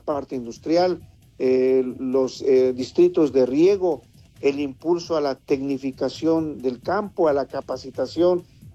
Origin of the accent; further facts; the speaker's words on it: Hidalgo, Mexico; como mexicanos y como hidalguenses.